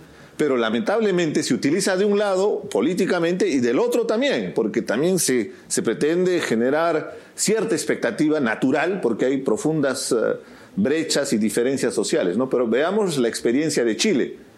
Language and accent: Spanish; Peru; Tú eres de derecha, yo soy de izquierda. Uh-huh. Pero al final somos peruanos.